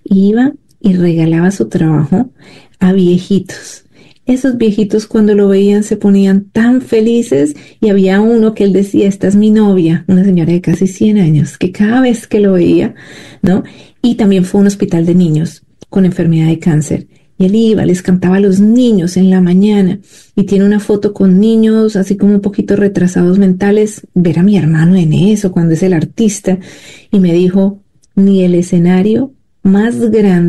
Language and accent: Spanish; Colombia; parte de mi familia es católica. Mi padre era cantante, muy conocido en mi país, en Colombia.